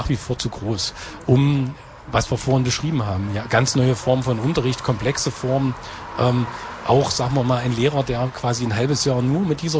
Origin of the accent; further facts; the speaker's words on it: Saxony-Anhalt, Germany; unser schönes Sachsen-Anhalt, und ich liebe meine Heimatstadt über alles